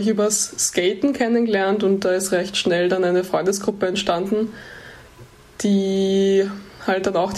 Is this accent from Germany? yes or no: no; St. Pölten, Lower Austria, Austria; wir kommen beide aus St. Pölten. Das ist die Hauptstadt von Niederösterreich, also das Bundesland neben Wien.